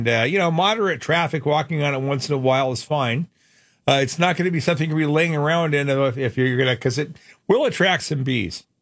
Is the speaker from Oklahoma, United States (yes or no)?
no; Phoenix, Arizona, United States; when I grew up here in Sunny Slope